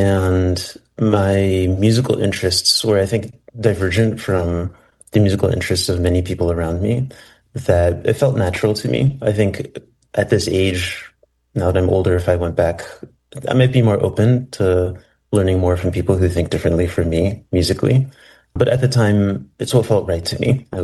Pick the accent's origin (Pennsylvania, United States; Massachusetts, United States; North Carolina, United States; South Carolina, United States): Pennsylvania, United States; Pittsburgh; moved away as an adult; now in New York City, United States; I grew up in Pittsburgh. I've spent my adult life in New York City.